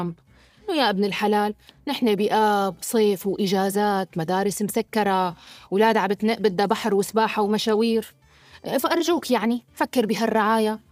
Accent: Syria; عدونا إلنا كلنا كسوريين،

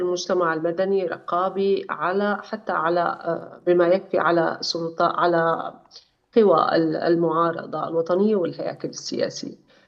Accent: Syrian coast, Syria; أنا بنت الساحل وبعرف هذا الشيء،

